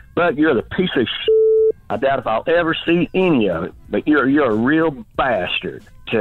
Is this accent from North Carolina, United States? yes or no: yes; Canton, North Carolina, United States; I'm from Canton, North Carolina.